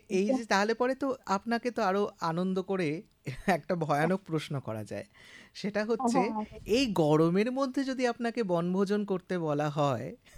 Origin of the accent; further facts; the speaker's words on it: Rampurhat, West Bengal, India; জন্মসূত্রে আমিও বীরভূমের, আমার রামপুরহাটে জন্ম।